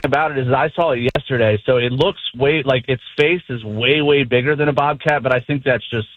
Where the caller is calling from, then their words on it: Westminster, Maryland, United States; I'm from Westminster, but I'm a landscaper down in D.C.